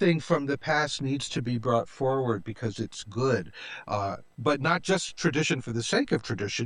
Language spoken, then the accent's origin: English; Vermont, United States; I'm from Vermont, so I've spent lots of time in Quebec.